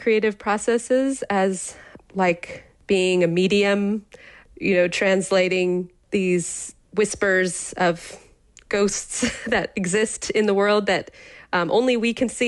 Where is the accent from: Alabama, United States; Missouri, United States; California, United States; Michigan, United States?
California, United States; I grew up in California and with those amazing, incredible landscapes there.